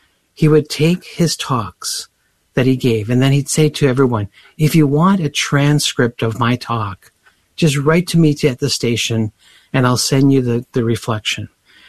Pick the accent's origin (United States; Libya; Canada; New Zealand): Canada; I'm a hockey guy. I'm from Canada